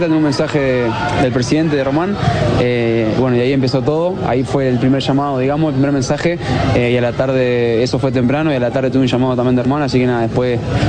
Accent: Uruguay; moved away as an adult; now in Argentina; soy uruguayo, soy extranjero

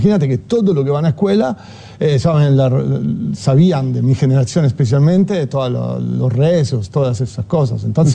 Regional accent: Rome, Lazio, Italy; moved away as an adult; now in Uruguay; Yo nací en Roma

